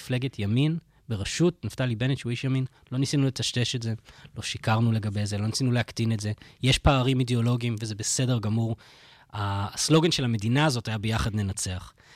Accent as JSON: {"language": "Hebrew", "region": "England", "country": "United Kingdom", "tie": "born or raised there", "moved": "yes", "lives_now": "Israel", "said": "באנגליה, שם גדלתי, והייתי שם"}